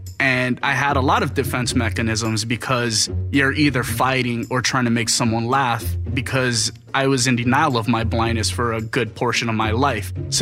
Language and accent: English; Hawaii, United States; I am Hawaiian, I am Filipino, I am from Hawaii.